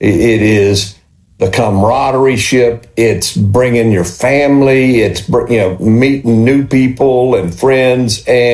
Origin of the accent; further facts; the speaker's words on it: Mississippi, United States; I grew up in Walthall County on a farm